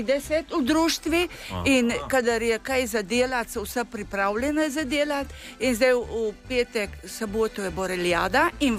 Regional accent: Vrtojba, Goriška, Slovenia; Osebno Vrtejbenci smo prijazni ljudje in se radi družimo.

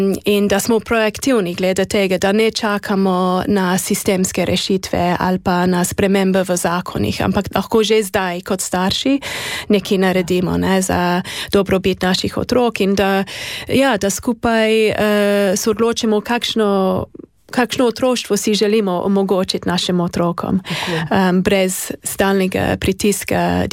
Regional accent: United Kingdom; Slovenian is a second language; jaz sem iz Velike Britanije

